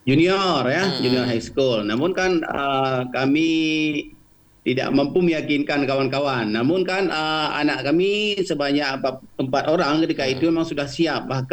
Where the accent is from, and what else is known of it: Aceh, Indonesia